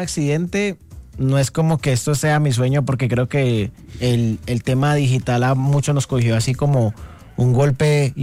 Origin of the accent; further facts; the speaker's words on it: Cali, Valle del Cauca, Colombia; ¿Dónde me crié? Yo me crié en el barrio Limonar, al sur de Cali.